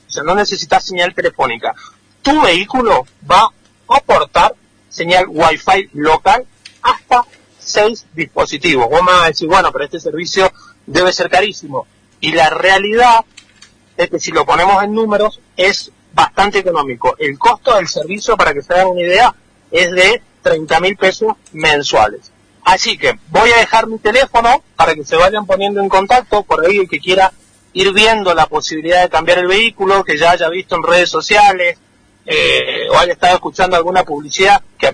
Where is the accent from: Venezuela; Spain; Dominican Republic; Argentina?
Argentina; Malargüe, Mendoza; yo soy de acá de Malargüe